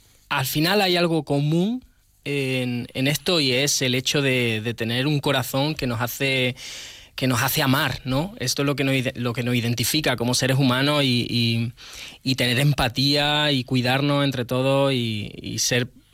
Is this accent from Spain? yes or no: yes; Granada, Andalusia, Spain; now in Madrid, Spain; encantado de venir desde Madrid. Soy de Granada, pero vivo en Madrid y normalmente estoy allí trabajando